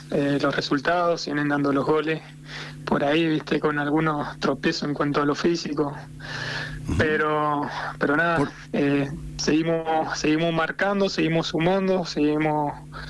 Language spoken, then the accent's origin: Spanish; Santa Lucía, San Juan, Argentina; Sí, soy de Santa Lucía.